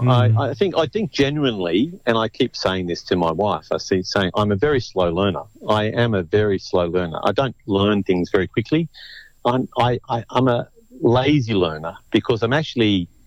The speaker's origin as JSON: {"language": "English", "region": "New South Wales", "country": "Australia", "tie": "born there", "said": "My grandfather built that cottage that I was born in on the Lane Cove River, but it was isolated and remote and full of ticks and all those type of things."}